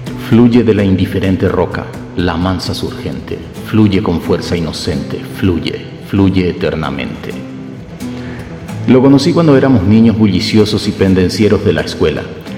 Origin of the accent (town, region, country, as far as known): Paraguay